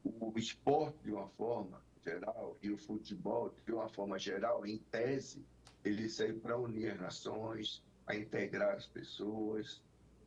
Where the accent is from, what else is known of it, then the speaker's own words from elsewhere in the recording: Brazil; Olha, eu sou brasileiro porque eu sou da terra de Garrincha.